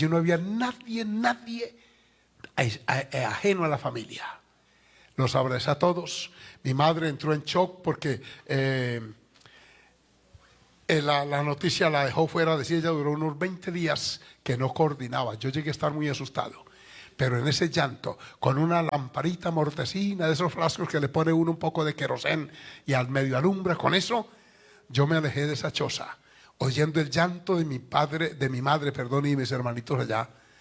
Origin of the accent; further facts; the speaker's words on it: Medellín, Antioquia, Colombia; que si tengo familia en Medellín, también tengo familia porque ese es mi origen.